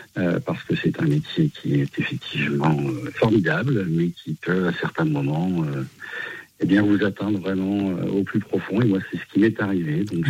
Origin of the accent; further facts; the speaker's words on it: Pays de la Loire, France; Alors, je suis du Maine-et-Loire.